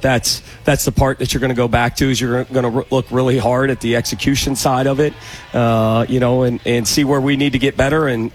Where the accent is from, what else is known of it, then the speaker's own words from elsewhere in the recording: Oxford, Ohio, United States; moved away as an adult; now in Dayton, United States; I grew up in Oxford, Ohio, so I grew up, 40 minutes down the road.